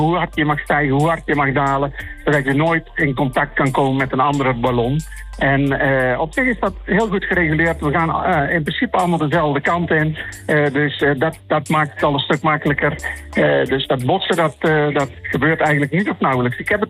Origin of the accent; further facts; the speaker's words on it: Netherlands; now in United States; Nee, ik ben de enige echte Nederlander.